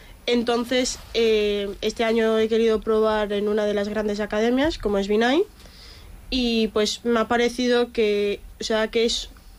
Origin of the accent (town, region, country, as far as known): Deba, Basque Country, Spain